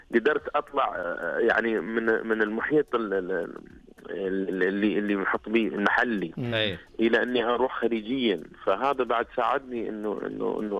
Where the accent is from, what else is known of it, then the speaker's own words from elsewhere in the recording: Saudi Arabia; now in United Arab Emirates; انا مطرب سعودي عايش في الامارات